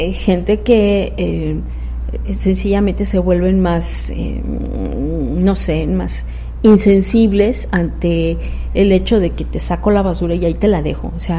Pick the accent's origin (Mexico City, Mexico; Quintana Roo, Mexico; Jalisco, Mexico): Mexico City, Mexico; born there; also born or lived in Tabasco; now in Tijuana, Mexico; Bueno, yo he vivido en ciudades, por ejemplo, como la Ciudad de México. Bueno, nací en la Ciudad de México. Toda mi familia es de la Ciudad de México.